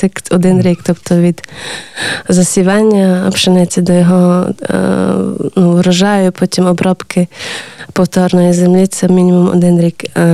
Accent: Zakarpattia Oblast, Ukraine; я з Закарпаття

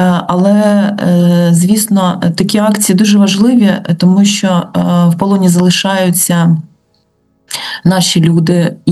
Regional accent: Kharkiv, Kharkiv Oblast, Ukraine; now in Kyiv, Ukraine; я харків'янка

